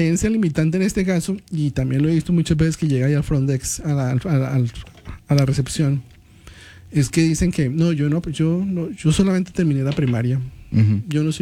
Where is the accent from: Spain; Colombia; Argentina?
Colombia; soy colombiano aprendiendo vallenato.